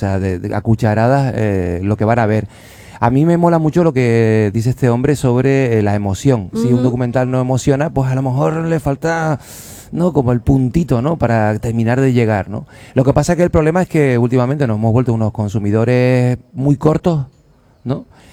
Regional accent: Canary Islands, Spain

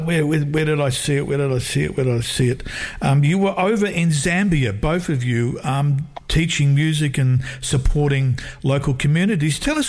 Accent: Adelaide, South Australia, Australia; now in Airlie Beach, Australia; I'm from Adelaide originally

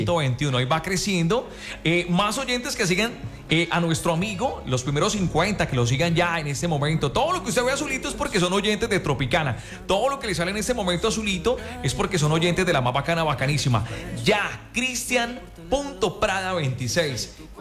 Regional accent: Cúcuta, Norte de Santander, Colombia; es de la tierra, es de mi sangre, es aquí paisano mío.

